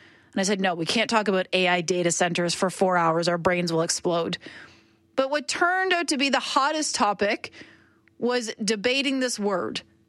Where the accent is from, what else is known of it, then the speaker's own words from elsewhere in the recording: Ontario, Canada; moved away; Maybe it's because I grew up in Ontario.